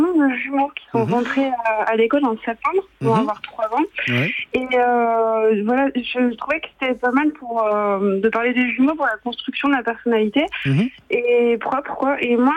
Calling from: Toulouse, Occitanie, France; De Toulouse.

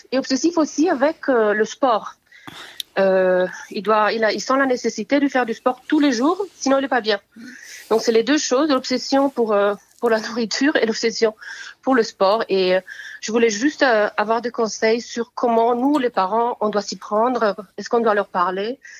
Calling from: Marseille, Provence-Alpes-Côte d'Azur, France; j'appelle de Marseille. Donc, je suis maman de deux jumeaux, un garçon et une fille.

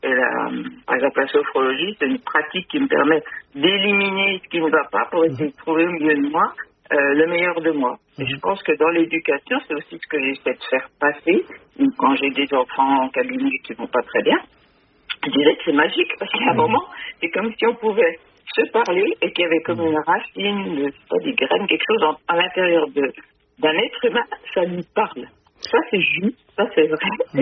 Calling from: Laval, Pays de la Loire, France; J'appelle de Laval, en Mayenne.

